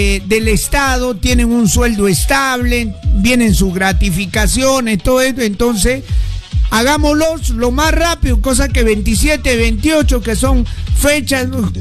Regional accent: La Joya, Arequipa, Peru; born there; yo pertenezco a La Joya, porque soy de La Joya, soy nacido acá

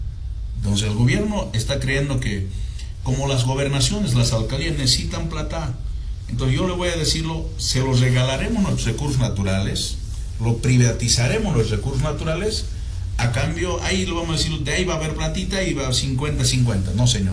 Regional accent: Bolivia; No siempre como gobernador, sino no aceptaría como un boliviano más.

